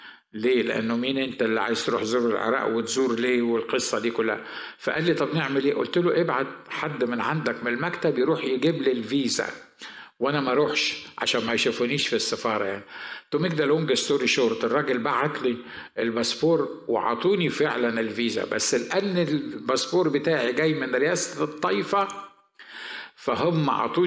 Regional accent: Egypt

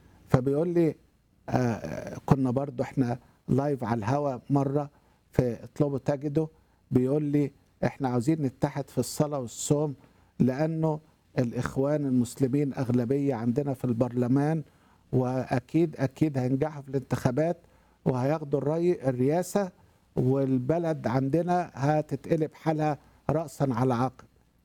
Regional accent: Iraq; now in Australia; من العراق وعاوز اخدم يعني الشعب العراقي المهجر

